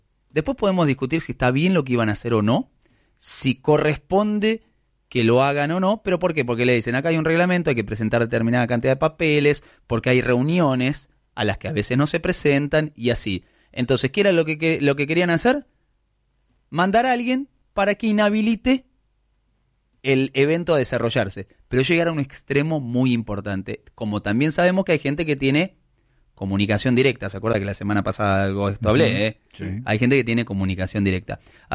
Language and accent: Spanish; Argentina; Y soy argentino.